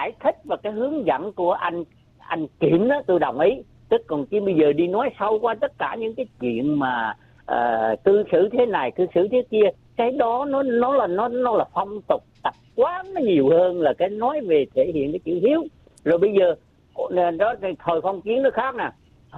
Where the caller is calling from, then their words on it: California, United States; tôi người Nam Cali nữa đây.